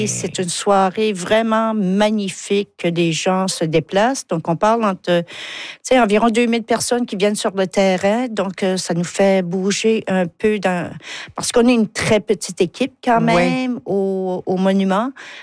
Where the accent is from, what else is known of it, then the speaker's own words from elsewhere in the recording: Carleton, Quebec, Canada; Moi je dis autant des monuments, je viens de Carleton, donc c'est une pile de roches avec du ciment puis une plaque en bronze.